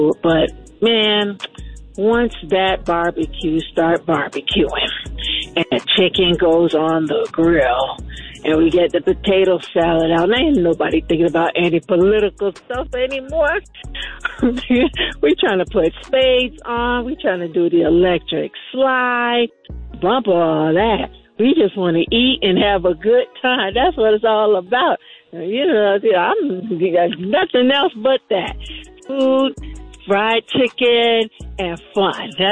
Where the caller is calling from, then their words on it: Hampton, Georgia, United States; I'm calling from Hampton, Georgia.